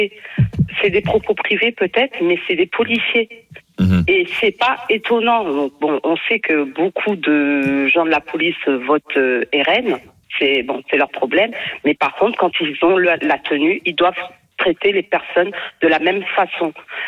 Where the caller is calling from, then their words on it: Pays de la Loire, France; Je suis en Vendée, je suis dans une petite ville.